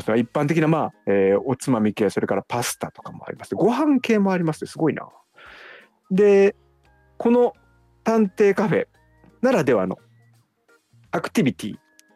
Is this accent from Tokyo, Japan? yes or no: yes; Tokyo, Japan; 東京の池袋、まあ、僕が生まれ育った町ですね